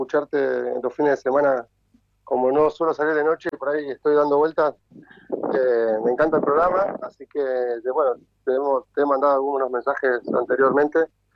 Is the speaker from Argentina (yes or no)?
yes; Argentina; moved away